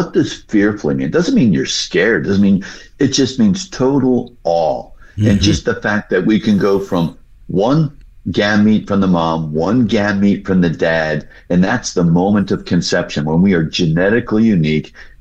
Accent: New Jersey, United States; moved away as an adult; also born or lived in Florida; I grew up in New Jersey. I was blessed to grow up in a God-fearing Christian home.

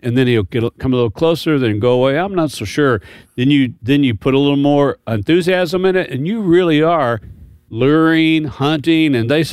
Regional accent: Kentucky, United States; I'm from Kentucky

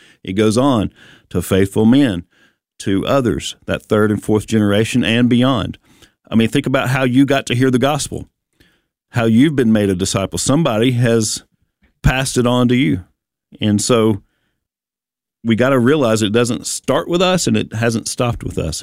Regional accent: Bible Belt, United States; if you're like me growing up in the Bible Belt here in the U.S.

